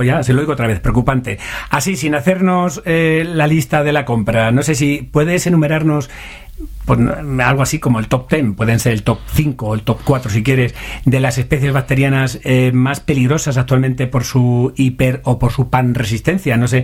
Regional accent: Esparragalejo, Extremadura, Spain; Esparragalejo. Eso es primicia mundial, que es mi pueblo

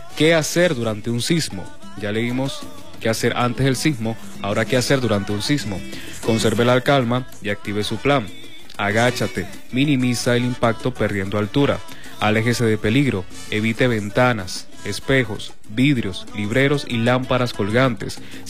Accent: Venezuela

